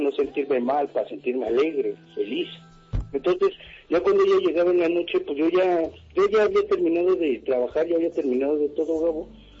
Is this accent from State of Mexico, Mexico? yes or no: yes; Naucalpan de Juárez, State of Mexico, Mexico; Yo soy de Naucalpan de Juárez.